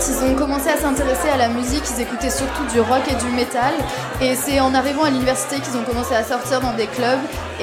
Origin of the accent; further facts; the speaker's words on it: India; French is a second language; now in Lyon, France; Oui, donc du coup … On vient d'Inde, mais on est basé ici à Lyon.